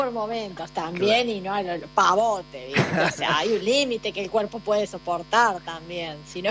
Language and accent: Spanish; Córdoba, Argentina; Bueno, como buena cordobesa, ¿qué vamos a hacer?